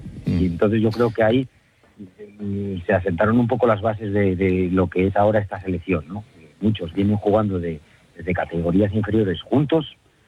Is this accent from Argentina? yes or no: no; Asturias, Spain; Somos asturianos